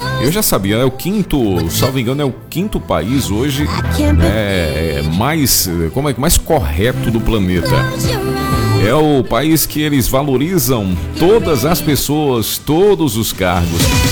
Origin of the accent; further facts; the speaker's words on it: Brazil; Nós somos brasileiros, vamos torcer, eu sempre vou torcer. É o meu país, é o meu, né? A minha pátria